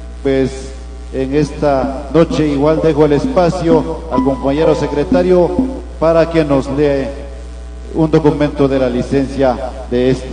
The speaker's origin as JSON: {"language": "Spanish", "town": "Chivarreto", "region": "Totonicapán", "country": "Guatemala", "said": "recorrimos todos los rincones de nuestra aldea Chivarreto"}